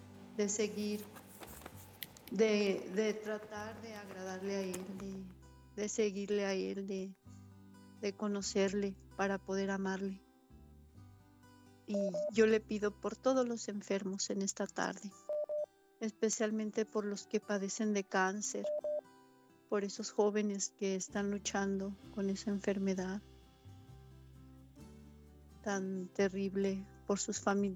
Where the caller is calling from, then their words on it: Aguascalientes, Mexico; hablo de Aguascalientes.